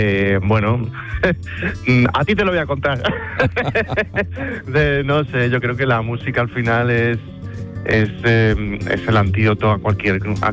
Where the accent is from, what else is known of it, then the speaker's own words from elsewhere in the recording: Seville, Andalusia, Spain; que tengo muchas ganas de volver a mi tierra, de volver a Sevilla